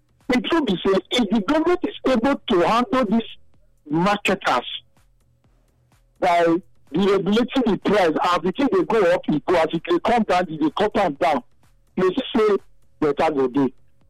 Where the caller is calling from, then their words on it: Benin City, Edo, Nigeria; I'm from Benin.